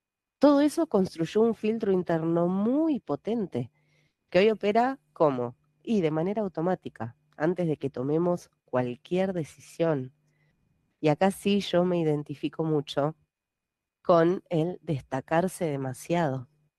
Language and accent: Spanish; Argentina; si sos de Argentina como yo